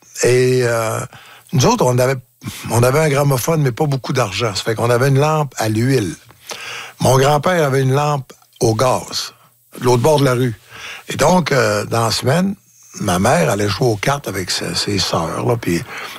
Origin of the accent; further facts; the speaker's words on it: Falardeau, Quebec, Canada; d'abord, l'aréna porte mon nom.